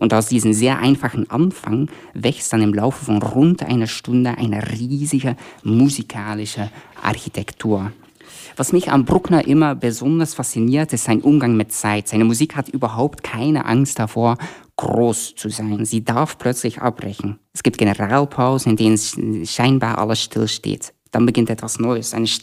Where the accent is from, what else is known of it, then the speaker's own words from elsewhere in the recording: Belgium; German is a second language; now in Germany; weil ich komme ursprünglich aus Belgien